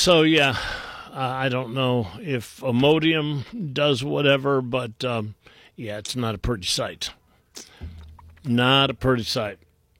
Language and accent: English; Willowick, Ohio, United States; I grew up in Willowick, which is just a little... the houses are basically one right next to the next and, you know, little cookie-cutter type things.